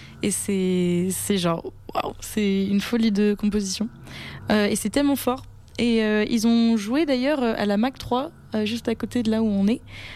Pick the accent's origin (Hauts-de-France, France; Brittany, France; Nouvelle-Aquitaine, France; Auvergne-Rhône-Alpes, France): Nouvelle-Aquitaine, France; also born or lived in England; Je viens de Charente, vers Angoulême.